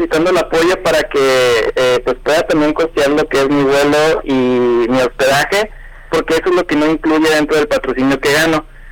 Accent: Mexico; como mexicanos podemos participar también en torneos nacionales e internacionales

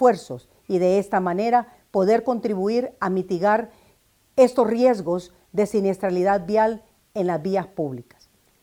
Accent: Honduras

